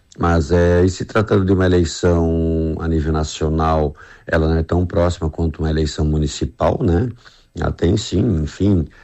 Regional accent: Jaraguá do Sul, Santa Catarina, Brazil; eu sou de Jaraguá, vou a Jaraguá votar

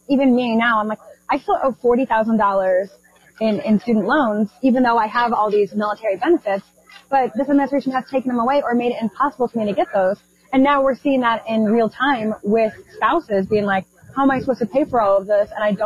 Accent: Illinois, United States; I'm from Southern Illinois.

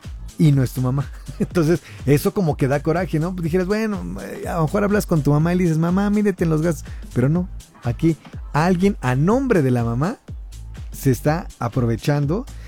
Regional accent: Oaxaca, Mexico; now in Puebla, Mexico; Yo soy de Oaxaca, pero por trabajo vivo aquí en Puebla.

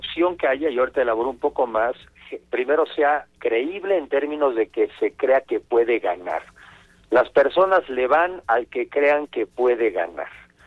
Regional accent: Mexico

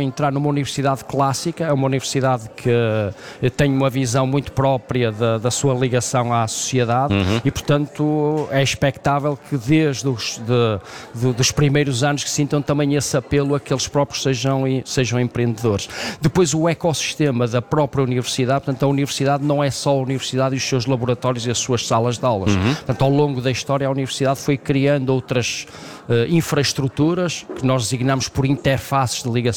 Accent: Braga, Norte, Portugal; Eu sou de Braga

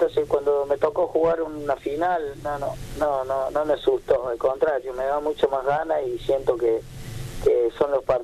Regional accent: Córdoba, Argentina; moved away as an adult; now in Buenos Aires, Argentina

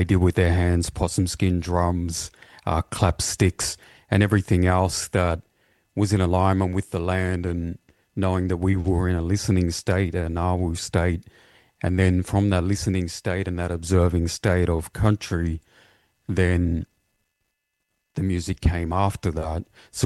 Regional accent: Victoria, Australia; myself being Yorta Yorta, born and raised on Yorta Yorta Waka, for instance, for me, that's something that's very prominent in terms of my very existence too. And it's part of why I moved back home from Ngarrim

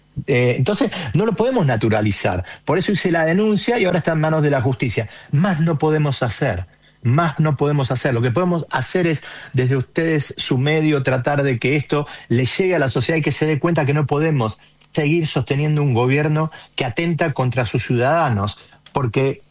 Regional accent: Argentina; qué es lo que queremos como argentinos

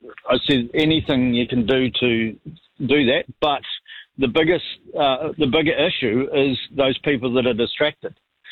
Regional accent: New Zealand; I'm still a Kiwi.

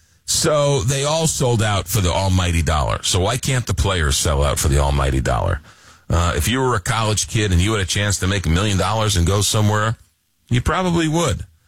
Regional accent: New York, United States; But growing up in New York, I went to Yankee games.

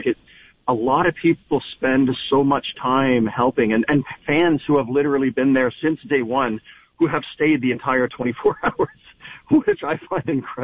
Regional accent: Windsor, Ontario, Canada; born or raised there

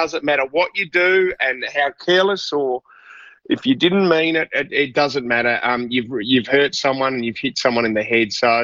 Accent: Adelaide, South Australia, Australia; I mean, God, we're from Adelaide. I mean, we're used to the cold.

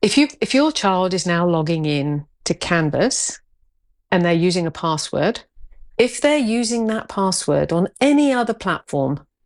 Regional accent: United Kingdom; You are the seriously, one of my favourite Australian shows, like, being British, right? I love that show.

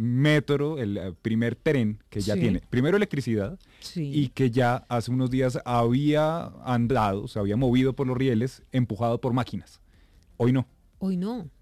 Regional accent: Bogotá, Colombia; como bogotano me emociona profundamente.

